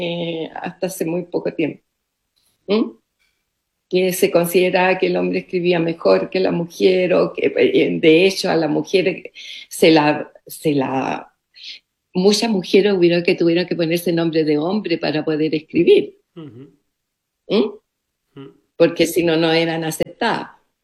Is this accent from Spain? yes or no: no; Chile; en 85 años tú has vivido mucho. Y más yo soy chilena, entonces en mi país han sucedido muchas cosas.